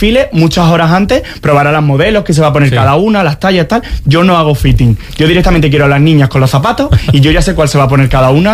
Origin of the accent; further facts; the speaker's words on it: Córdoba, Andalusia, Spain; voy a inspirarme en una colección en Córdoba. Quiero llevar mi tierra por bandera, Julio Romero de Torres, la Amapola, Ola, de mi Valle de los Pedroches, los patios de Córdoba